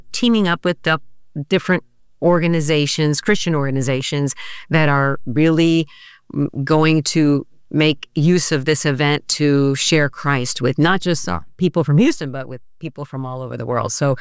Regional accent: Argentina; now in United States; Now, I'll root for the United States. I'm from Argentina, but I have to support my country, the United States.

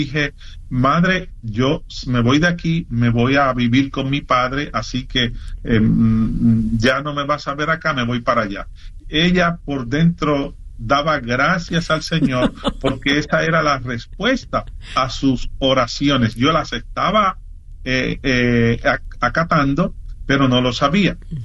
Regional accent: Corozal, Puerto Rico; moved away; en el pueblo de Corozal, en mi país natal

